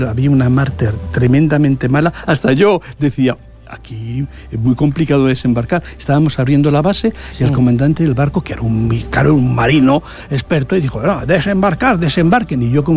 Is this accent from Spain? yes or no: yes; Madrid, Community of Madrid, Spain; Y yo dije, yo como soy de Madrid, pues dije, pues normal.